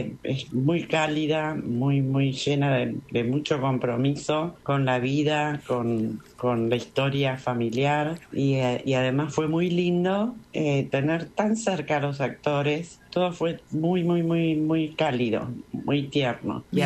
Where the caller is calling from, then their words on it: Palermo, Buenos Aires, Argentina; de Palermo.